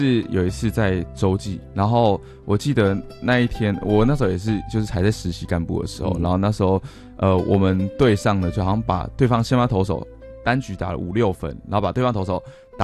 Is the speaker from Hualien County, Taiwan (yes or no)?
no; Miaoli County, Taiwan; 因为我那时候大学是因为我苗栗人嘛、嗯、然后我读辅大，所以我参加的是竹友会，就是新竹苗栗的校